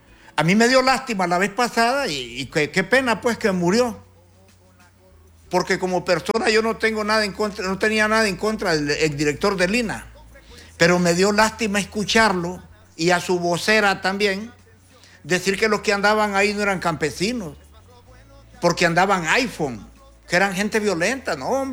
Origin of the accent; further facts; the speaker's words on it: Honduras; a nosotros como hondureños también.